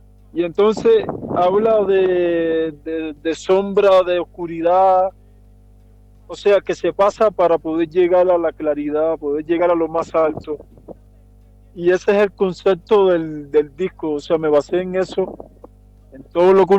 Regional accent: Cuba; now in Mexico; Estoy trabajando en un álbum ahora mismo que es parte de todo el proceso desde que salí de Cuba hasta ahora aquí, hasta lo que he estado viviendo actualmente ahora aquí en México.

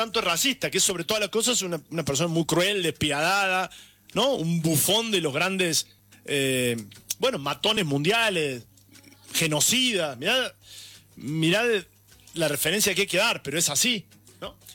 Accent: Argentina

